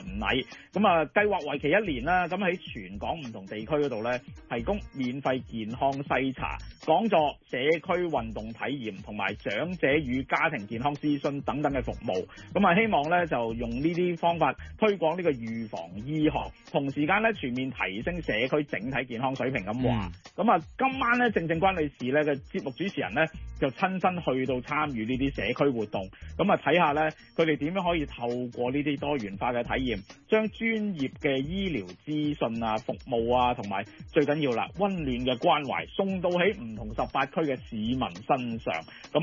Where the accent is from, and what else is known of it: Hong Kong